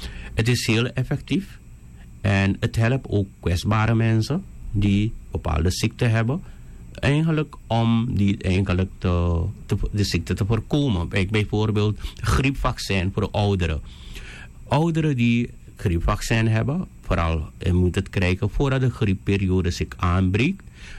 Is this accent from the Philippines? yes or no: no; Suriname; Wij als Surinamers